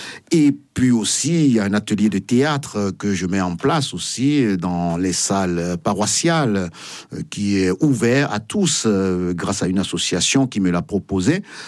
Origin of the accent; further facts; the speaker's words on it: Benin; Ah oui, chez nous au Bénin, mais dans notre culture, les repas, on ne partage pas le pain avec n'importe qui.